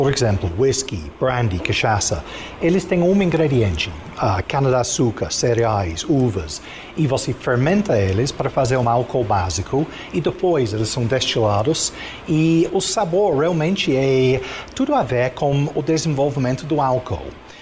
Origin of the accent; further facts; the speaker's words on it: England, United Kingdom; now in Brazil; Eu sou inglês